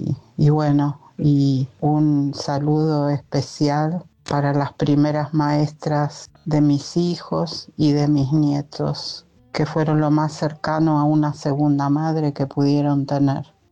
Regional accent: Buenos Aires, Argentina; born there; de Villa del Parque.

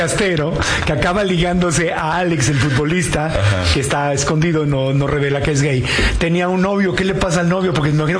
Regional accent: Tijuana, Baja California, Mexico; Yo soy de Tijuana y no vivo en la Condesa y ustedes sí viven ahí, entonces está bien que me expliquen.

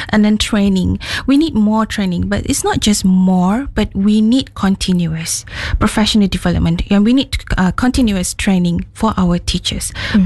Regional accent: Sarawak, Malaysia; I said, oh, I'm from Sarawak.

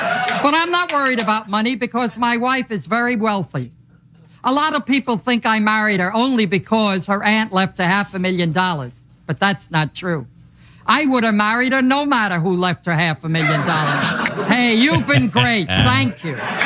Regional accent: New York City, New York, United States; born there; It's great to be back in New York City. I was born in New York City. I wanted to be near my mother.

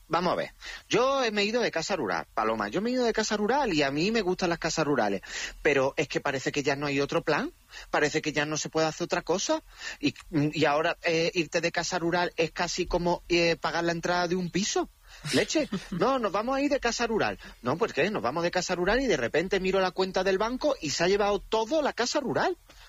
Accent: Rincón de la Victoria, Andalusia, Spain; ¿No tienes pueblo? Toma el mío, ya está. Para quien me esté escuchando, no tiene pueblo, le doy el mío. Rincón de la Victoria, de Málaga.

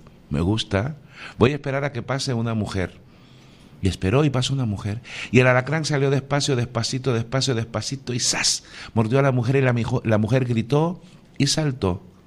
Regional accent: Cuba; Bueno, soy un cubano de toda la vida, caribeño

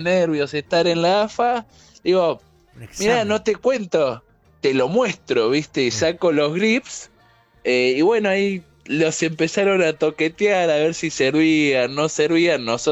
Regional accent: Mar del Plata, Buenos Aires Province, Argentina; somos los dos de Mar del Plata, así que es el mayor exponente que tenemos.

